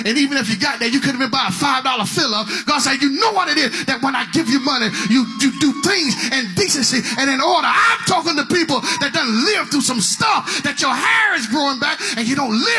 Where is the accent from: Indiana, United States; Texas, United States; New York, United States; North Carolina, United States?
North Carolina, United States; When we was growing up in Eastern North Carolina, you know about this time of the year, right about October, they were killing hogs.